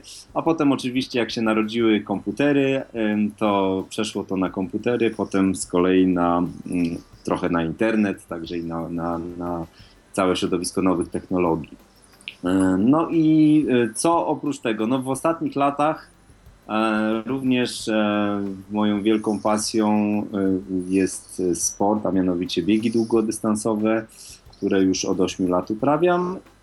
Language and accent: Polish; Wrocław, Lower Silesian Voivodeship, Poland; ja jestem z Wrocławia